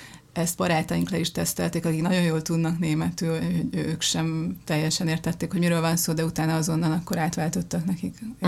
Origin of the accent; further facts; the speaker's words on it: Hungary; Én nem az a magyar vagyok, aki állandóan Ausztriába járt, meg Bécsbe vásárolni.